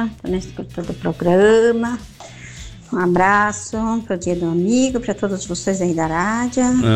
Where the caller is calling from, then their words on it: Guatambu, Santa Catarina, Brazil; Sou de Guatambu